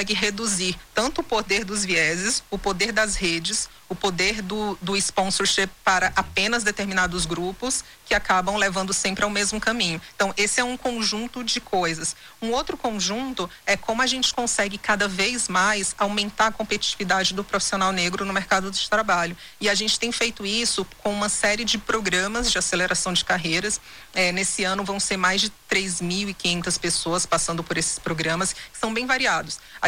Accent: Ceará, Brazil; porque eu fiz Federal do Ceará, né? Eu sou do Ceará.

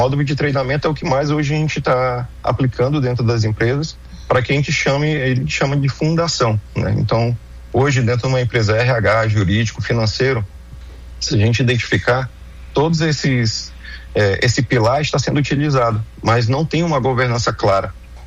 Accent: Manaus, Amazonas, Brazil; Sou de Manaus, Amazonas

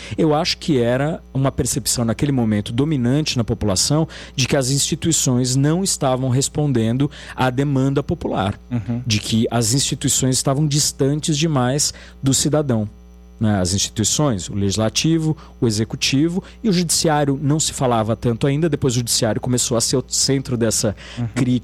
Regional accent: Jaú, São Paulo, Brazil; Eu sou de Jaú, no interior do estado de São Paulo.

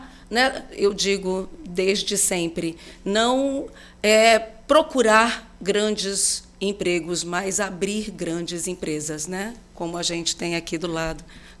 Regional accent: Amazon, Brazil

